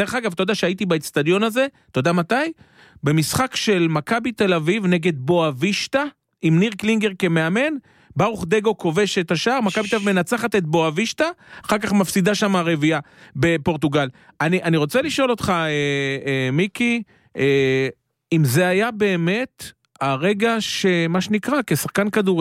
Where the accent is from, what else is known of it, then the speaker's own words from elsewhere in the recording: Rehovot, Central District, Israel; אני רחובותי, נולדתי ברחובות